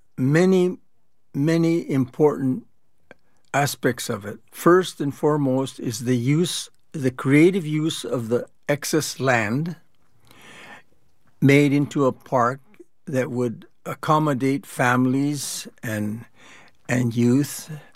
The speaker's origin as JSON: {"language": "English", "town": "San Diego", "region": "California", "country": "United States", "tie": "born or raised there", "said": "Sporadic in terms of the various cultures that were living there. But primarily, there were a lot of Mexican families, Italian families."}